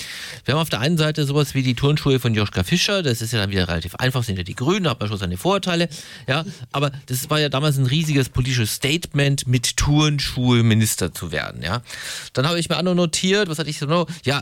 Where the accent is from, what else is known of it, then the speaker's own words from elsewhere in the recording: Bavaria, Germany; now in Hamburg, Germany; ich komme ja so aus Bayern ursprünglich